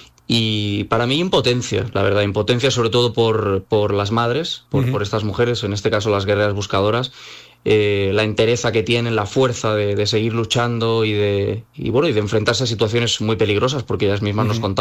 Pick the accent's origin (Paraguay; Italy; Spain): Spain; yo personalmente que soy de España, creo que aquí sería una noticia nacional